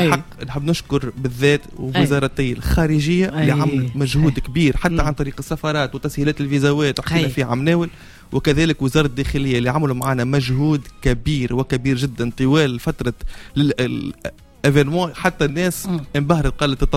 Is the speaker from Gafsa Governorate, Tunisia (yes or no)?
no; Sfax, Sfax Governorate, Tunisia; born or raised there